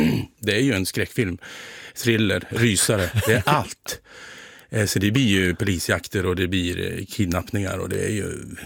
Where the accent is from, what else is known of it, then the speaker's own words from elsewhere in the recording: Alfta, Gävleborg County, Sweden; also born or lived in Bollnäs / Söderhamn; now in Gävle, Sweden; vi är ju från Alfta. Kristian och jag, Alftabyn. Sen blev det småstaden Bollnäs. Sen flyttade vi ännu längre ut mot småstaden Söderhamn. Min kollega Olle är kvar i Hälsingland, men jag flyttade hit till Gävle.